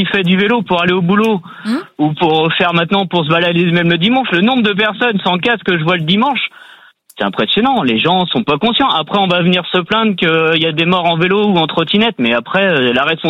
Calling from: Saint-Lambert-du-Lattay, Pays de la Loire, France; De Saint-Lambert-du-Laté, à côté de Angers

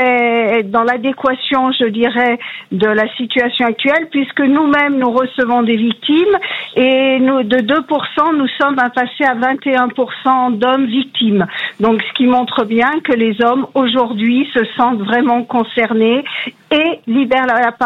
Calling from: Saint-Étienne, Auvergne-Rhône-Alpes, France; Alors moi je vous appelle de Saint-Étienne.

